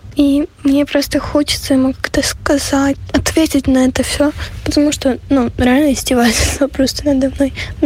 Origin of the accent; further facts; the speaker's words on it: Kyiv, Ukraine; Здравствуйте, Лиза … мне 11 лет, я из Киева